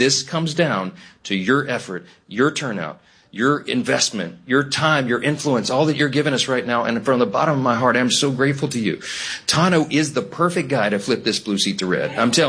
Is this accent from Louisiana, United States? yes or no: yes; Louisiana, United States; When I grew up in Louisiana, I scarcely knew a Republican.